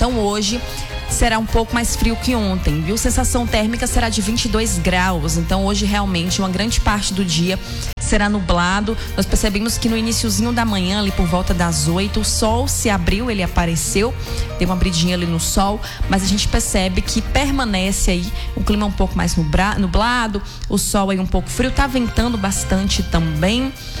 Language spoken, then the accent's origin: Portuguese; Northeast Region, Brazil; Como um bom nordestino que somos